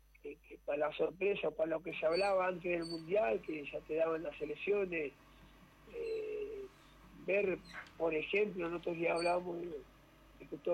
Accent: Uruguay; soy uruguayo

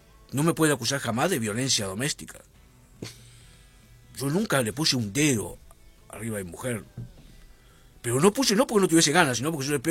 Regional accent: Artigas, Uruguay; also born or lived in Rivera; yo soy de la Cuaró, o sea, la gente de la Cuaró es así, somos cuchilleros

